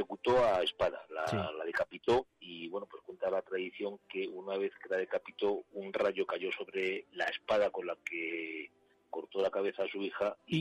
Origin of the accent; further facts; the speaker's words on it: Gómara, Castile and León, Spain; Y además un recuerdo enorme pues para el padre de Vanessa Gascón, don Miguel Gascón, panadero de mi pueblo, de Gómara